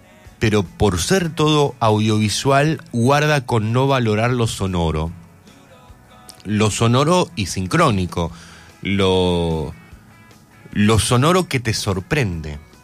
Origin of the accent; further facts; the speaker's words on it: Argentina; aquí, en nuestro país